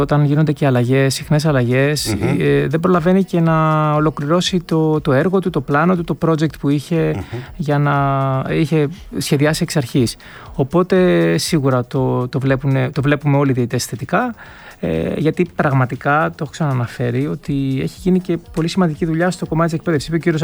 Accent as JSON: {"language": "Greek", "country": "Greece"}